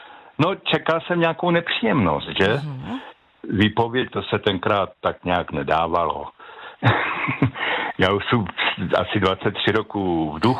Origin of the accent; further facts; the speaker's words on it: Central Bohemian Region, Czechia; jsem ze Středočeského kraje.